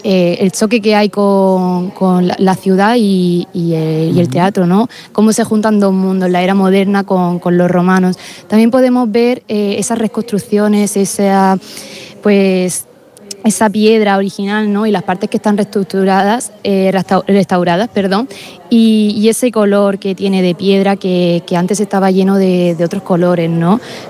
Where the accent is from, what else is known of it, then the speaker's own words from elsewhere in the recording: Cieza, Region of Murcia, Spain; que soy de Cieza, lo sabéis, ayer hizo mucho calor en Cieza